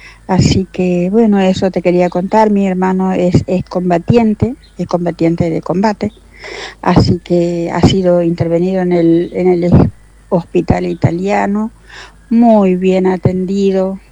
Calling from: Valencian Community, Spain; de Pinedo.

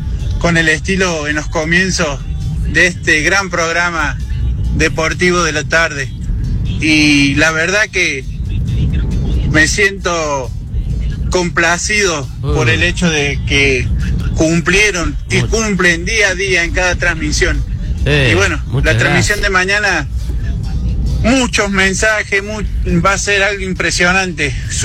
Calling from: Malagueño, Córdoba, Argentina; de Malagueño.

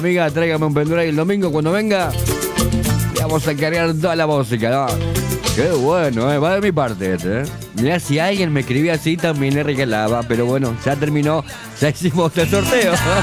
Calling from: Buenos Aires, Argentina; Hola Jorge, ¿cómo estás? … de Cancha Colegiales.

